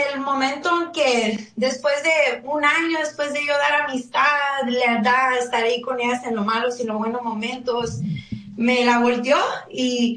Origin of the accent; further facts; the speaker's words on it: Nogales, Arizona, United States; now in Phoenix, United States; Yo soy de Nogales, pero vivo en Phoenix.